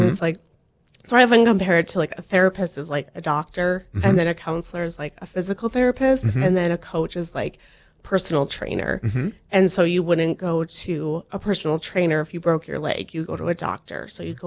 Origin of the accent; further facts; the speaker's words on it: Buchanan, North Dakota, United States; Well, I'm originally from Buchanan, and then he's from Jamestown.